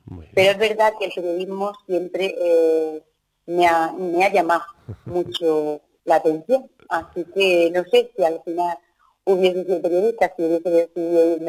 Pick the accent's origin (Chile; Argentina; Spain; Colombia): Spain; Linares, Andalusia; mi infancia transcurrió aquí en Linares, y después cuando los estudios, en este caso de COU, pues una vez cuando aprobé la electricidad, pues me fui a Granada a estudiar.